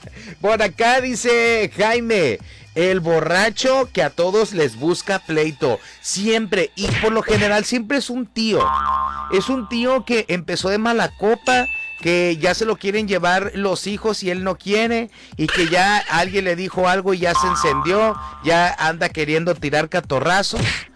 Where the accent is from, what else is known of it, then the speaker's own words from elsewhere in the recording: Mexico; como mexicanos siempre nos caracteriza que todo sea como exagerado